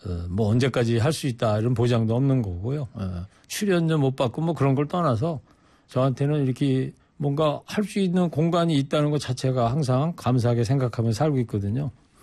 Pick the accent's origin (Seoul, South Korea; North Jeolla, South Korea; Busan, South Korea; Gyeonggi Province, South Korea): Gyeonggi Province, South Korea; Anseong; moved away; 제가 지난주에 제 고향 안성 갔다 왔는데